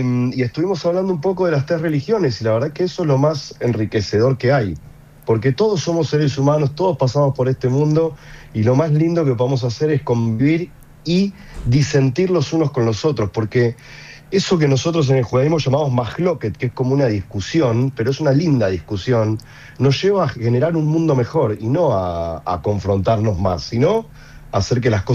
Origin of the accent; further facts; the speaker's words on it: Buenos Aires, Argentina; moved away as an adult; also born or lived in Santa Fe / San Juan; now in Córdoba, Argentina; nací en Santa Fe, me crié en Buenos Aires, viví 6 años en San Juan y bueno, y ahora estoy viviendo acá en Córdoba